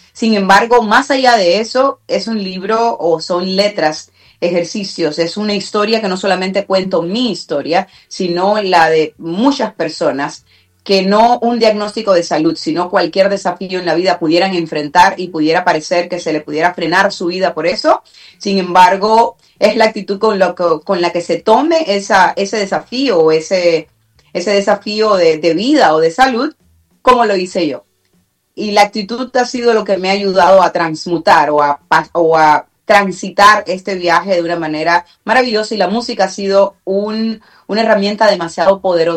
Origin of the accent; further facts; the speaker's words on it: Cuba; moved away as an adult; now in Miami, United States; Estoy aquí desde Miami, en los Estados Unidos, y aunque soy cubana, pues aquí vivo en Miami hace 23 años ya.